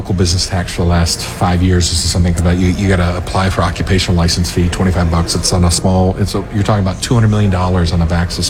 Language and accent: English; Bonita Springs, Florida, United States; We're always taking care of a lot of Bonita, obviously. That's my hometown.